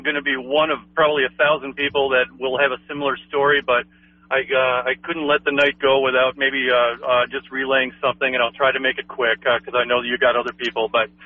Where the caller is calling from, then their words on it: Knife River, Minnesota, United States; where are you from? You know, and I said, well, Knife River.